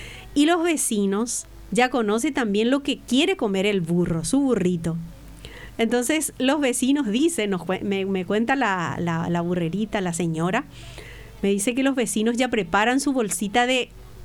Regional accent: Paraguay

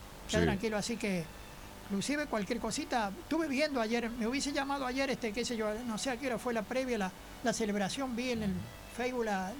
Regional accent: Paraguay; Spanish is a second language; me volví Paraguay, como que yo soy paraguayo. Y prácticamente porque 40 años acá en el país aportando a la cultura nacional.

